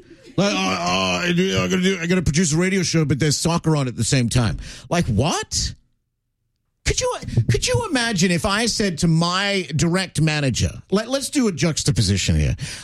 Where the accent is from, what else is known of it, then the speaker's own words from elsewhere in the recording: Canada; we care about the game because we're Canadian